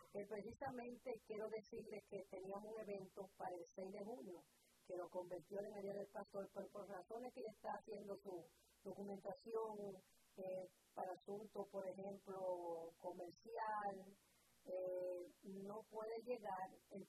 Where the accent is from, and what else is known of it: Dominican Republic